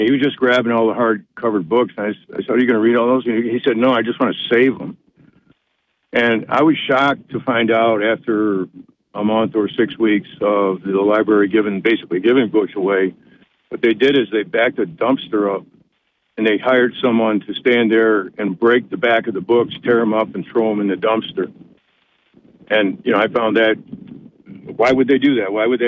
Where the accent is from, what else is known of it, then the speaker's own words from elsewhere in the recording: Binghamton, New York, United States; moved away; I grew up in Binghamton, but I've been out of town most of my life. I'm just sort of back here, partial retirement.